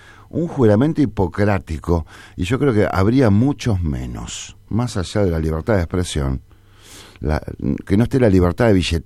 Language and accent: Spanish; La Plata, Buenos Aires Province, Argentina; yo vengo de La Plata